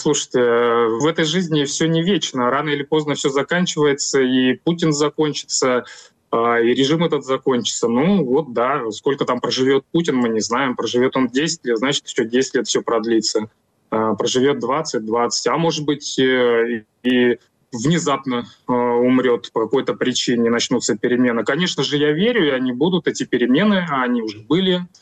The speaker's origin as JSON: {"language": "Russian", "country": "Russia", "moved": "as an adult", "said": "Не надо обобщать россиян, потому что я сам россиянин, я до 25 года жил в России, в окружении меня все люди прекрасно все понимают."}